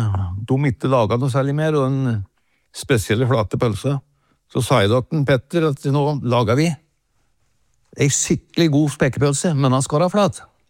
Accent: Åsmarka, Innlandet, Norway; Nei, men min far drev jo forretning i Åsmarka, der jeg vokste opp.

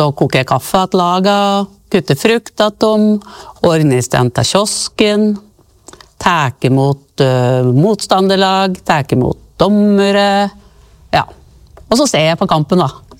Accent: Reinsvoll, Innlandet, Norway; jeg husker jo når jeg vokste opp her på Reinsvoll, alt var jo frivillig.

